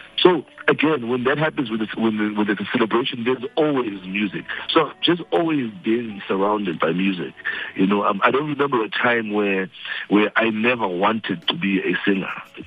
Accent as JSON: {"language": "English", "town": "Port Elizabeth", "region": "Eastern Cape", "country": "South Africa", "tie": "born or raised there", "said": "So I'm from the Eastern Cape, Epai, in a small little township called New Brighton"}